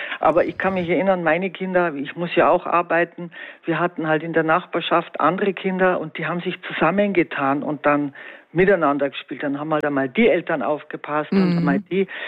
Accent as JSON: {"language": "German", "region": "Bavaria", "country": "Germany", "tie": "born or raised there", "said": "ich bin in Bayern aufgewachsen, da war das noch viel anders."}